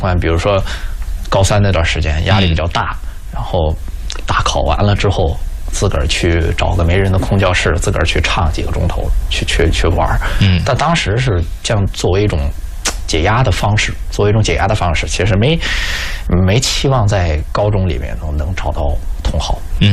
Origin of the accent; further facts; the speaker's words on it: Beijing, China; 我是北京的，我是人大附毕业的